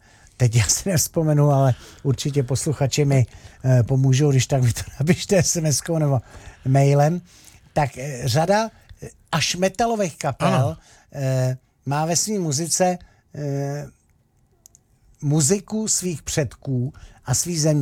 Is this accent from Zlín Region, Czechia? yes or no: yes; Zlín Region, Czechia; A víte moc dobře, přátelé, že Valašsko je taková středo-severomoravský území. Já jsem taky Valach.